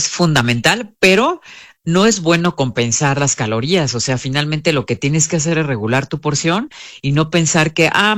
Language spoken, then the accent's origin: Spanish; Mexico